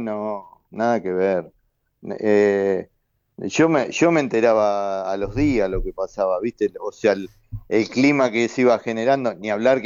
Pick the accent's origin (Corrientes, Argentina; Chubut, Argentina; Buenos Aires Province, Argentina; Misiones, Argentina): Buenos Aires Province, Argentina; Ensenada; born there; Yo soy nacido en Ensenada